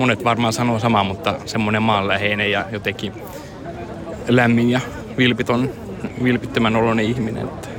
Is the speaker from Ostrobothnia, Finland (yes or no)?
no; Helsinki, Uusimaa, Finland; Helsinki.